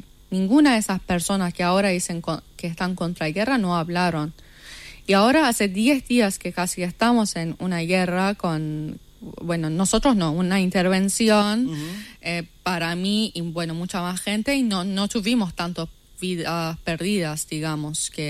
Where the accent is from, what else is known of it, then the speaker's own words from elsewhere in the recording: Iran; Spanish is a second language; moved away; una persona que vivió bajo esa represión, que desde muy chica, yo estuve ahí, mi familia estuvo ahí, vivimos.